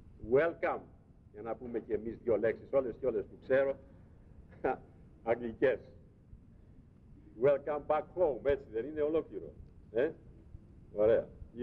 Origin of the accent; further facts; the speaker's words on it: South Africa; Εγώ είμαι από την Νότια Αφρική